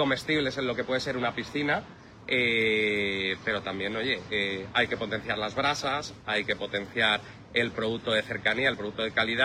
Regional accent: Madrid, Community of Madrid, Spain; moved away as an adult; now in Almería, Spain; Yo soy de Madrid, y además soy más madrileño que el Chotis, ¿vale?

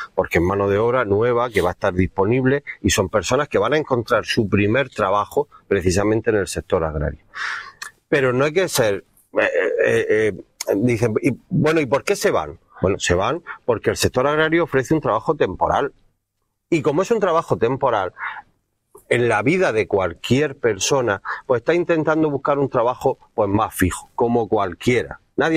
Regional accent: Níjar, Andalusia, Spain; En la comarca de Níjar, perdonadme que hable tanto de Níjar, pero me tira mi tierra.

